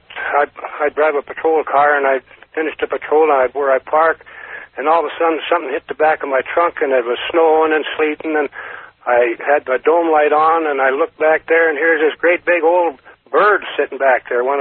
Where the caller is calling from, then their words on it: Carson City, Nevada, United States; from Carson City.